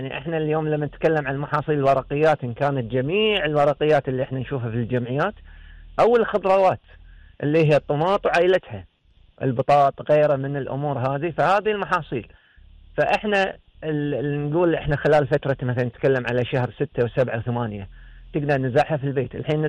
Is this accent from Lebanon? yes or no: no; Kuwait; السوق المحلي عندنا في الكويت.